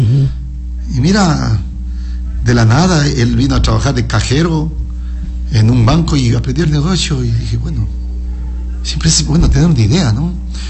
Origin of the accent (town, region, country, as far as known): Ecuador